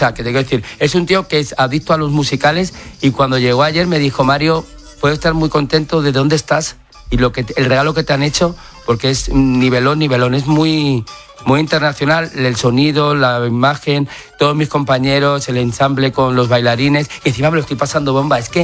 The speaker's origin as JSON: {"language": "Spanish", "town": "Madrid", "region": "Community of Madrid", "country": "Spain", "said": "Soy imagen de mi ciudad, soy madrileño."}